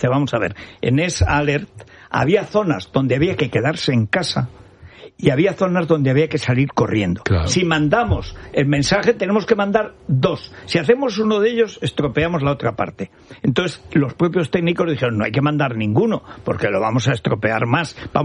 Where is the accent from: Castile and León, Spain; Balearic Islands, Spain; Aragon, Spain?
Aragon, Spain; Bueno, el problema del Matarraña es que la gente allí es tan poca. O sea, mi pueblo es que tenía entonces, cuando yo nací, 1,000 habitantes, ahora no llega a 500.